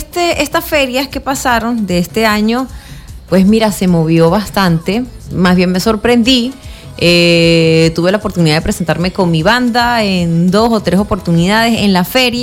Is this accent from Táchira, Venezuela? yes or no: yes; San Cristóbal, Táchira, Venezuela; yo soy de aquí de San Cristóbal, yo soy gochita